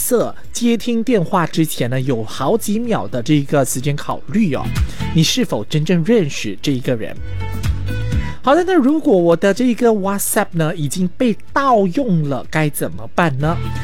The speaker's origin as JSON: {"language": "Chinese", "country": "Malaysia", "said": "我觉得特别适合我们马来西亚人。"}